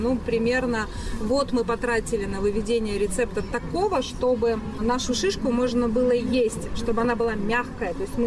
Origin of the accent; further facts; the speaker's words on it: Sverdlovsk Oblast, Russia; Ну и еще ноги у этого названия растут с моей малой родины, со Свердловской области. Жители моей деревни называют сами себя бурундуки.